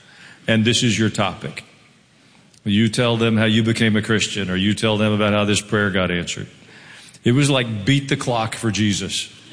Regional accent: Kansas City, United States; born there; I was born in Kansas City when you and Mom were first married.

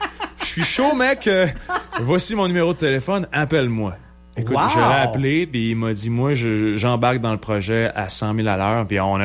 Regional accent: Quebec, Canada; C'est peut-être pas encore aussi populaire que chez nous au Québec

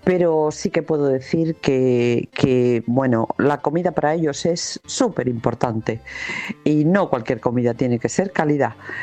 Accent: Cantabria, Spain; now in Seville, Spain; Un abrazo a todos, soy cántabra en Sevill

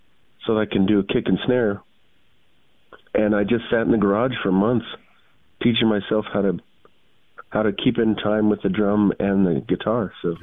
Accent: New Mexico, United States; I am born and raised in New Mexico, southern New Mexico. Grew up kind of in a small mountain town in the Hilo Woods

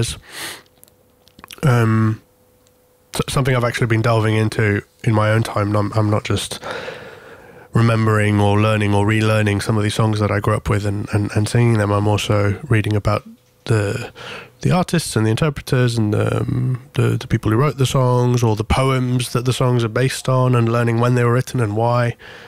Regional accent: Corfu, Ionian Islands, Greece; moved away; Right, so I grew up on the island of Corfu. I was born in 1989. That's where my parents still live. That's where I always go back to when I visit.

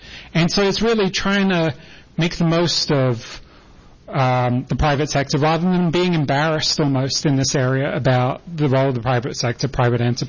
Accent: England, United Kingdom; I grew up in England. It's probably somewhat noticeable from my accent.

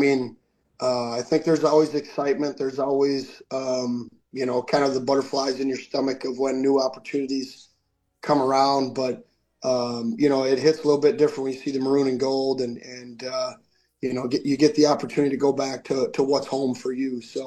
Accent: Minnesota, United States

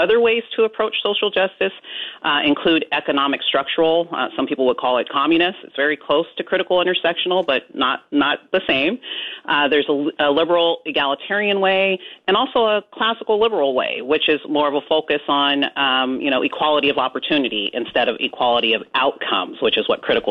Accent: California, United States; my home state of California

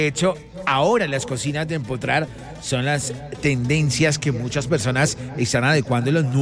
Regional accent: Boyacá, Colombia; Yo soy de Boyacá para el mundo, papi

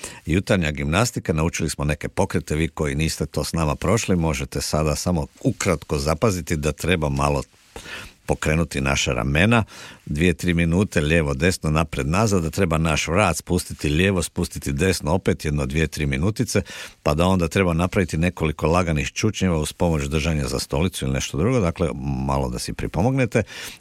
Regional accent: Croatia

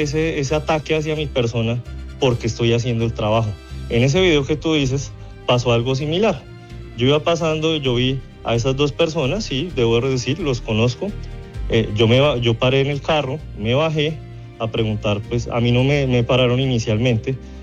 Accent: Bogotá, Colombia; now in Ibagué, Colombia; yo no soy de Ibagué, yo soy de Bogotá. Yo llegué acá

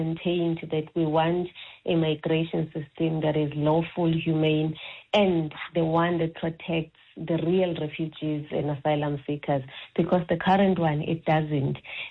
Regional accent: South Africa; South Africans are angry because of exactly that, to say we South Africans have become refugees in our own countries

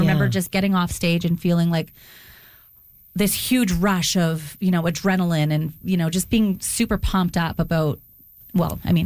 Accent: Dauphin, Manitoba, Canada; I grew up in Dauphin, like I said, where we only had one radio station. It was 730 CKDM.

